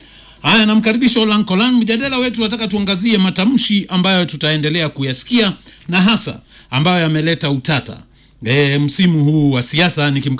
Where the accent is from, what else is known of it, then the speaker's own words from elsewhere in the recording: Kenya; mimi na wewe kama Mkenya